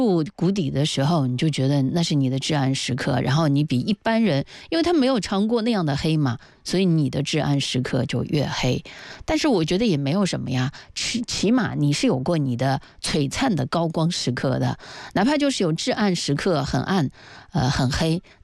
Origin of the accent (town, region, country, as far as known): China